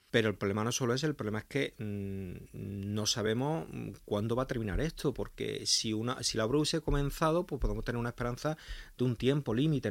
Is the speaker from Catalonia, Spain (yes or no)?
no; Melilla, Spain; todos los que somos de Melilla creemos muchísimo en nuestra ciudad